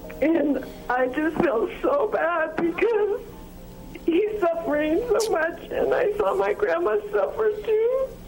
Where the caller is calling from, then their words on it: Albuquerque, New Mexico, United States; and I'm from Albuquerque, New Mexico.